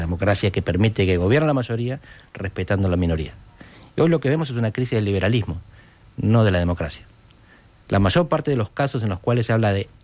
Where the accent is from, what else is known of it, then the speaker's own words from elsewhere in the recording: Argentina; Yo soy argentino.